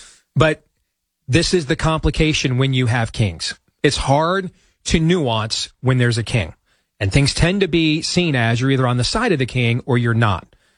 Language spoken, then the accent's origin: English; Iowa, United States; like what I've witnessed in this primary cycle here in my home state of Iowa.